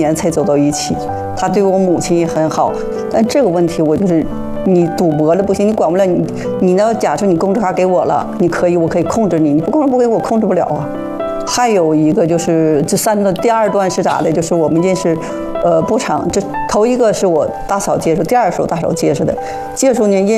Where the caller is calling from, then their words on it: Northeast China, China